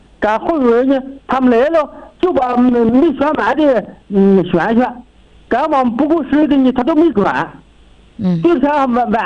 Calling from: Inner Mongolia, China; 我是卡拉西旗南台子乡卡拉街村的，卡拉街村7组、5组、11组，我们3个组。

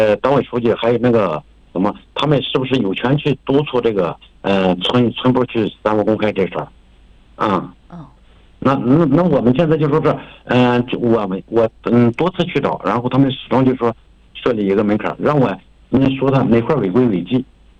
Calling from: Chifeng, Inner Mongolia, China; 内蒙古赤峰市巴林左旗碧流台镇古榆树村的

